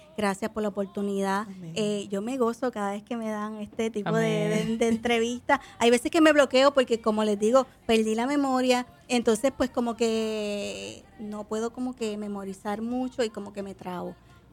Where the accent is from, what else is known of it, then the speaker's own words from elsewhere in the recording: Fajardo, Puerto Rico; born there; Nací en Fajardo, Puerto Rico. Nací en un carro.